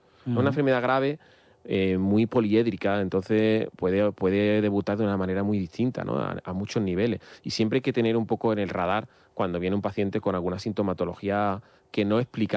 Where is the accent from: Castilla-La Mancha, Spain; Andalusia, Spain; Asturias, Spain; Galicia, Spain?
Andalusia, Spain; now in Madrid, Spain; Yo que soy andaluz, pues Vallecas puede ser lo que más se parece a Andalucía, ¿no?